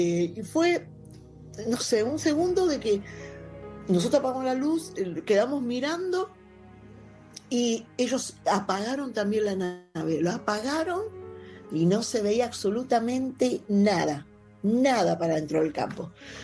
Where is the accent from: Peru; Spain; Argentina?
Argentina; Merlo, Buenos Aires Province; Hola, buenas noches. … de Merlo.